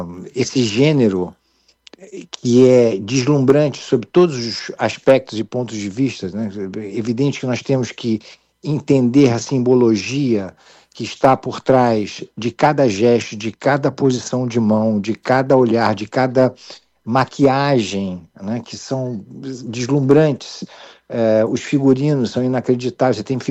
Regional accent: Rio de Janeiro, Brazil; Eu sou carioca da gema. Mas meu pai é alemão, minha mãe é carioca e pronto.

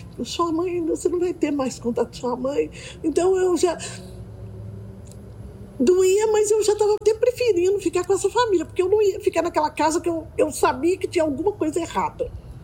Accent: Belo Horizonte, Minas Gerais, Brazil; born there; Nasci em BH. Apesar de minha mãe ter vindo de Divinópolis.

